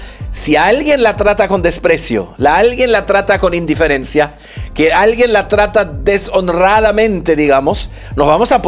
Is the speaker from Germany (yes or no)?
yes; Germany; now in Peru; Yo no soy alemán.